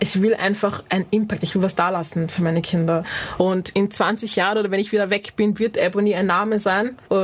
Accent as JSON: {"language": "German", "region": "Vienna", "country": "Austria", "tie": "born or raised there", "said": "Ich bin eine gebürtige Wienerin, ich bin in Wien geboren."}